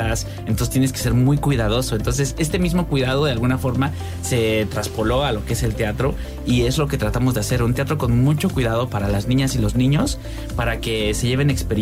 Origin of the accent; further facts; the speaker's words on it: Jalpan, Querétaro, Mexico; Yo soy de Jalpan. Sí, ahí crecí.